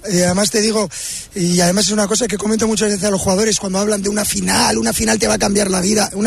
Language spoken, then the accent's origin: Spanish; Gijón, Asturias, Spain; moved away